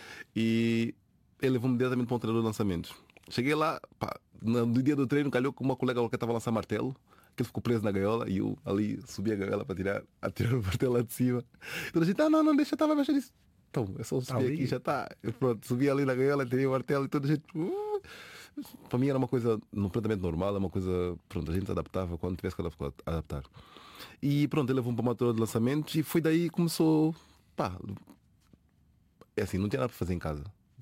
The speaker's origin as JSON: {"language": "Portuguese", "town": "São Tomé", "country": "São Tomé & Príncipe", "tie": "born or raised there", "moved": "yes", "lives_now": "Portugal", "said": "E é uma felicidade dizer que nasci e cresci em São Tomé, é uma felicidade."}